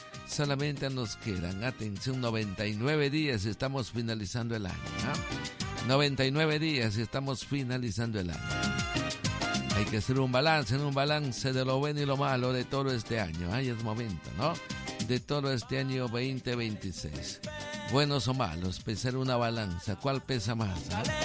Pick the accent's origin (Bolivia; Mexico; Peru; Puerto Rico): Peru